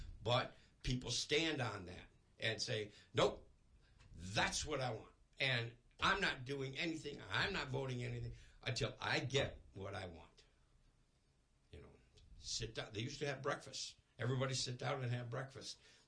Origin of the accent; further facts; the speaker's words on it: United States; it's a little bit discouraging for me because I'm part Canadian, okay, descendant. I'm all American, first of all.